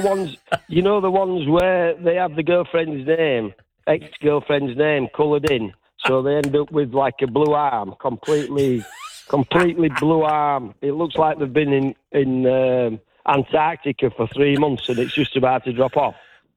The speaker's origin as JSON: {"language": "English", "region": "Yorkshire and the Humber", "country": "United Kingdom", "said": "And I am biased because I'm a Yorkshireman."}